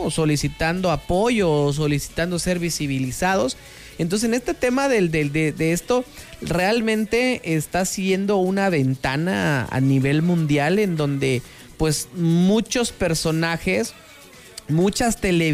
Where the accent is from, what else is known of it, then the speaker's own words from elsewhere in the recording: Mexico; pero en esta ocasión, al ser en mi país, la verdad es que está increíble.